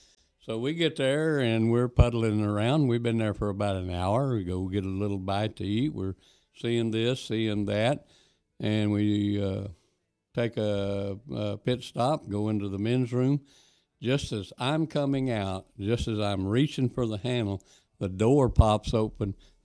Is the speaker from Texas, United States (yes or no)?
yes; Lubbock, Texas, United States; no, I'm from Texas. And he said, no doubt your accent confirms that. Where are you from? Lubbock.